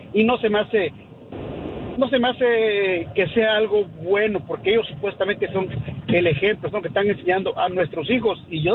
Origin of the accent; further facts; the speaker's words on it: Oaxaca, Mexico; Primero, yo también soy troquero y soy de Oaxaca manejando ahorita.